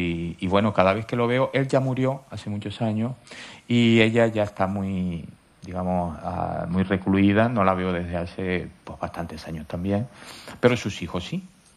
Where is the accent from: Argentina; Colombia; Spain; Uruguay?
Spain; La Palma, Canary Islands; also born or lived in Tenerife / La Laguna; yo creo que tanto mi niñez y mi vida, digamos, mi adolescencia en La Palma, como mi juventud aquí en Tenerife y más concretamente en La Laguna, pues fueron configurando un poco las características personales que tengo hoy